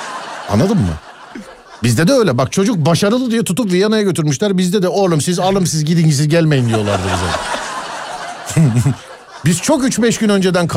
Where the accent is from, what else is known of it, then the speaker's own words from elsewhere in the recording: Istanbul, Turkey; Selam, 82 doğumluyum. İstanbul Bakırköy'de doğuma büyüme çocukluğum geçti.